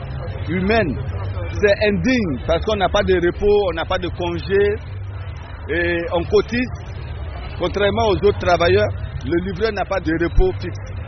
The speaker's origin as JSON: {"language": "French", "country": "Italy", "said": "J'ai une carte italienne, moi je suis italien moi."}